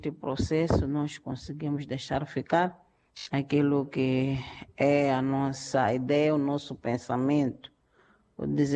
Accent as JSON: {"language": "Portuguese", "country": "Mozambique", "said": "Nós, como moçambicanos"}